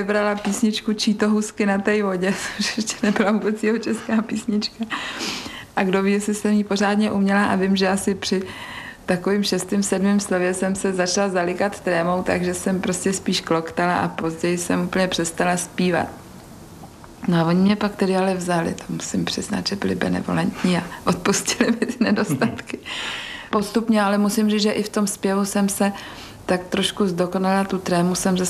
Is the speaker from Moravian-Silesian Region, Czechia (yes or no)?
no; Žirovnice, Vysočina Region, Czechia; Já jsem ze Žirovnice, což je na rozhraní vlastně jižních Čech a Českomoravské Vysočiny. Ale já se pokládám po rodičích za jihočecha.